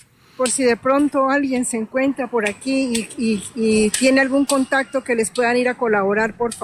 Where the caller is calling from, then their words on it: Pereira, Risaralda, Colombia; Yo me encuentro en Pereira.